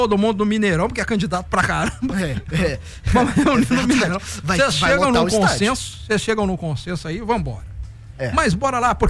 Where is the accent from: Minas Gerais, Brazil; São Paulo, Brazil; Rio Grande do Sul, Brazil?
Minas Gerais, Brazil; Pompéu; E olha que eu sou de Pompeu, que cabe meia dúzia de Belo Horizonte lá dentro.